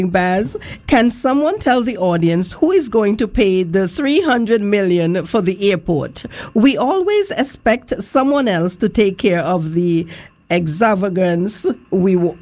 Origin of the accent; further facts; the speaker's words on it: Montserrat; born there; Montserrat, West Indies, and that's WI for West Indies, and the passport came back to me saying that I was born in Wisconsin because WI is also for Wisconsin.